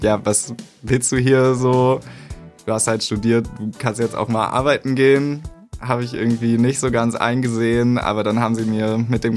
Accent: Greifswald, Mecklenburg-Vorpommern, Germany; moved away as an adult; now in Rostock, Germany; Ich komme ursprünglich tatsächlich aus Rostock, also ich wurde hier geboren. Aber ich bin in Greifswald aufgewachsen, tragischerweise. Hatte dann aber das Privileg, vor so knapp 5 Jahren wieder nach Rostock ziehen zu dürfen. Und seitdem wohne ich hier auf jeden Fall sehr zufrieden

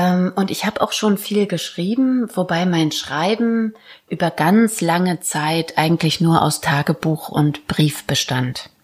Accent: Barth, Mecklenburg-Vorpommern, Germany; born there; moved away as an adult; also born or lived in Rostock; now in Leipzig, Germany; ich komme ja sogar aus Vorpommern, also dieses flache Land mit dem großen Himmel und natürlich der Ostsee

